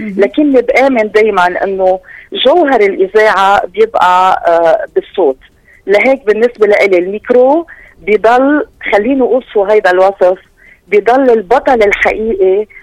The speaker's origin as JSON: {"language": "Arabic", "country": "Lebanon", "also_born_or_lived": "Amman, Jordan", "moved": "as an adult", "said": "نحن هون بلبنان، نحن هون بلبنان"}